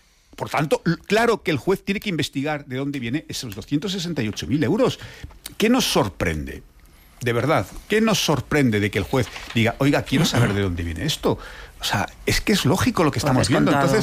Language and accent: Spanish; Spain; porque yo como español no quiero que un expresidente de mi país esté investigado